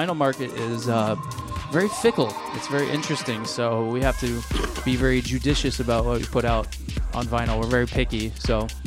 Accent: Illinois, United States; moved away as an adult; I grew up in Central Illinois

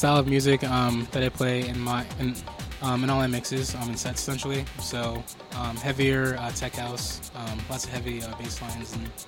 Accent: Grand Rapids, Michigan, United States; Yeah. So basically, I was born and raised in Grand Rapids. I started coming down to Detroit.

